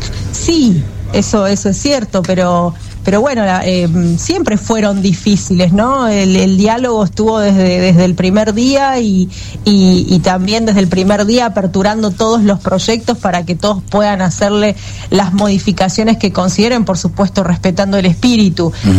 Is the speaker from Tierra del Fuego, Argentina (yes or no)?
yes; Ushuaia, Tierra del Fuego, Argentina; Soy de Ushuaia, exactamente.